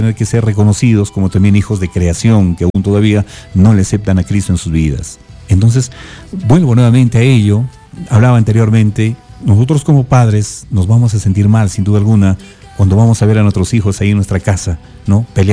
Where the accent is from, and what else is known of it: Peru